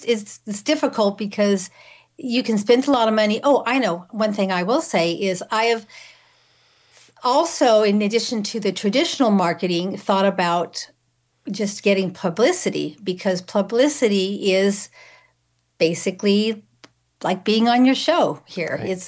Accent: Temecula, California, United States; my hometown of Temecula, down in mm-hmm. Southern California

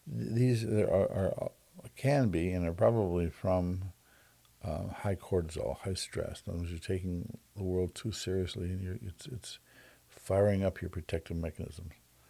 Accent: Midwest, United States; I grew up in the Midwest.

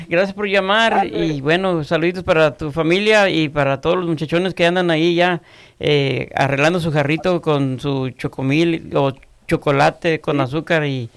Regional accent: Atoyac, Jalisco, Mexico

